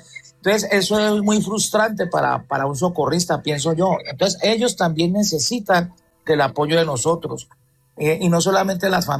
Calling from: Cali, Valle del Cauca, Colombia; Desde la ciudad de Cali.

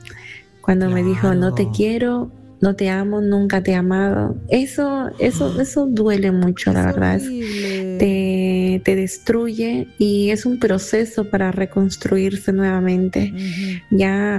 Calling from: Santiago, Santiago Metropolitan Region, Chile; te hablo desde Santiago de Chile.

